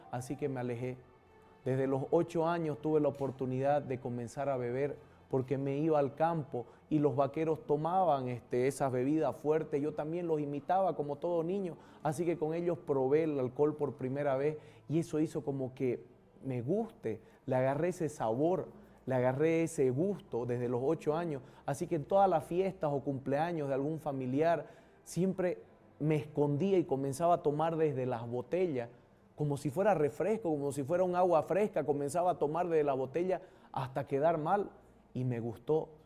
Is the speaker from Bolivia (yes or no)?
yes; Bolivia; de la Orden de Predicadores. Soy de Bolivia.